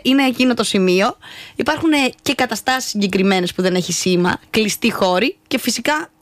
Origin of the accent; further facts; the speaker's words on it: Panorama, Central Macedonia, Greece; κοντά στο σπίτι μου, εκεί που μεγάλωσα, στο πανόραμα Θεσσαλονίκης